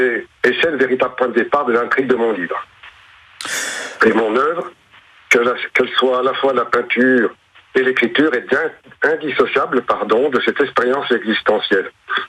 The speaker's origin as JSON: {"language": "French", "town": "Besançon", "region": "Bourgogne-Franche-Comté", "country": "France", "tie": "born there", "said": "je suis né à Besançon il y a bientôt 60 ans"}